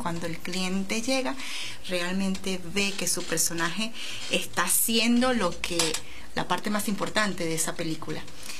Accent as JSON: {"language": "Spanish", "country": "Venezuela", "moved": "as an adult", "said": "nosotras somos venezolanas, tenemos 8 años en este país"}